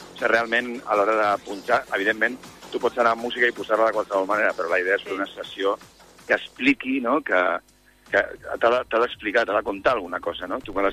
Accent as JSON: {"language": "Catalan", "town": "Parets del Vallès", "region": "Catalonia", "country": "Spain", "said": "som veïns de Parets"}